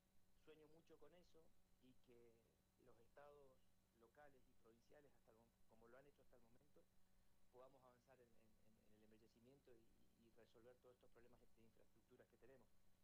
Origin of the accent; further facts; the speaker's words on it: Loncopué, Neuquén, Argentina; sueño con ver a mi pueblo progresar, desarrollarse, generar alternativas que resuelvan el problema grave de empleabilidad